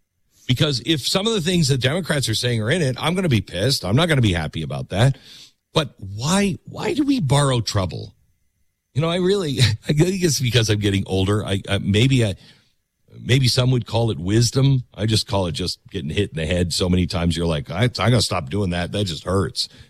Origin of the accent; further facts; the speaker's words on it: San Francisco, California, United States; We're from San Francisco. We're Americans.